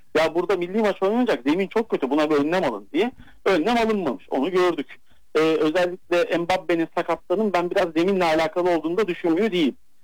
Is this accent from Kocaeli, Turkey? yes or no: yes; Kocaeli, Turkey; Bir Kocaelili olarak bunu da eleştirme hakkına sahip olduğumu düşünüyorum.